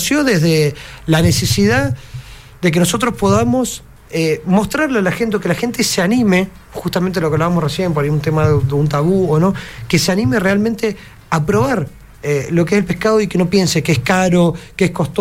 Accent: Argentina

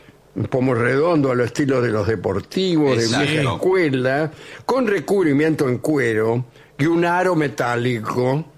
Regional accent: Argentina; porque yo soy muy argentino.

